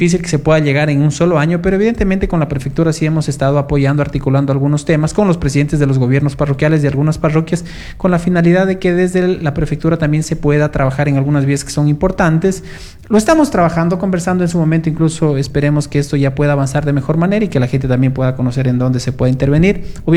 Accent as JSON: {"language": "Spanish", "area": "Quinara parish", "region": "Loja", "country": "Ecuador", "tie": "born there", "said": "tengo amigos de mi parroquia de Quinara"}